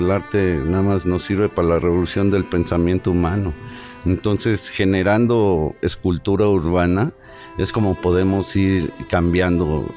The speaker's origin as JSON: {"language": "Spanish", "region": "Mexico City", "country": "Mexico", "tie": "born there", "lives_now": "Taxco, Mexico", "said": "Pues nací en México, Distrito Federal, pero mi madre es guerrerense, de ahí traigo la sangre guerrerense."}